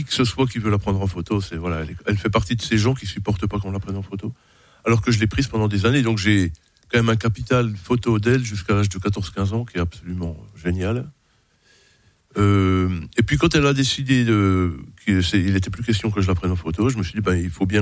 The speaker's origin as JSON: {"language": "French", "town": "Montbéliard", "region": "Bourgogne-Franche-Comté", "country": "France", "tie": "born or raised there", "moved": "as an adult", "lives_now": "Besançon, France", "said": "je suis né à Montbéliard, mais je me sens byzantin beaucoup plus que montbéliardais. Ça fait un petit moment quand même que je suis ici maintenant."}